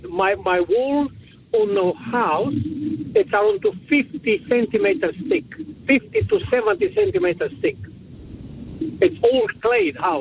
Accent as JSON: {"language": "English", "country": "Romania", "second_language": "English", "said": "You remember I'm from Romania."}